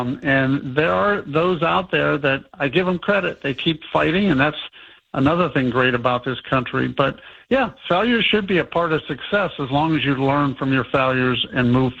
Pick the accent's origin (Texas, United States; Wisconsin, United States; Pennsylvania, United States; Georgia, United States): Pennsylvania, United States; born there; moved away as an adult; now in Ohio, United States; I was born outside of Pittsburgh in a coal mining town. I moved to Ohio about 45 years ago.